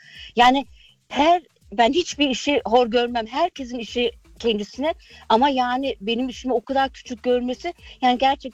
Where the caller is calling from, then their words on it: Rüdersdorf, Brandenburg, Germany; Ben Hüdersdorf'tan arıyorum.